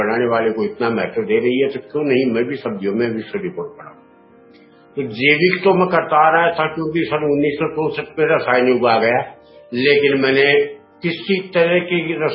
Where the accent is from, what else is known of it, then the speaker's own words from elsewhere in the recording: Ajitgarh, Rajasthan, India; अजीतगढ़ का रहने वाला हूँ, जाति से पारिक ब्राह्मण हूँ।